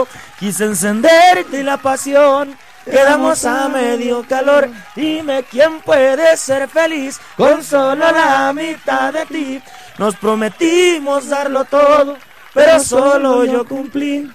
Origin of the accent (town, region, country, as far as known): Mezquite Alto, Sinaloa, Mexico; now in Los Mochis, Mexico